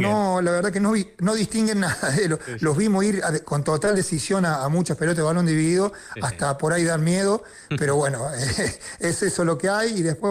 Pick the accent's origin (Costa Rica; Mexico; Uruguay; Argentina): Argentina; moved away; como soy argentino, disfruté, grité